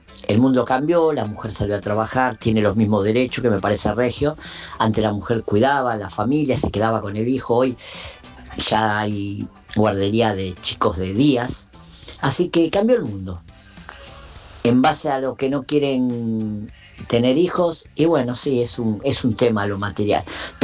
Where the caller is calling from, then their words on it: San Martín, Argentina; soy de San Martín.